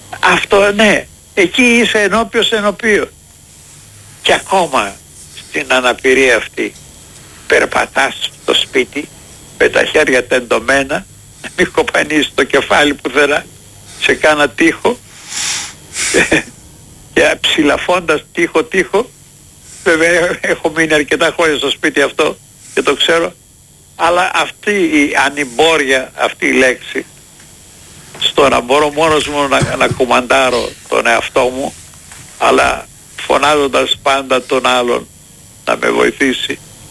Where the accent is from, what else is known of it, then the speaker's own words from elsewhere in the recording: Athens, Attica, Greece; now in Kavala, Greece; Γιατί το σπίτι μου, η οικογένειά μου, η δική μου είναι στην Αθήνα. Είμαι Αθηναίος.